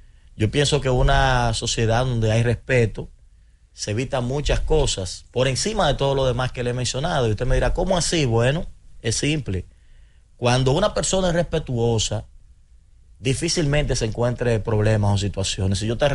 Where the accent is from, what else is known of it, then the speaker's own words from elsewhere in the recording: Dominican Republic; como dominicanos, como padres también, soy padre de dos hembras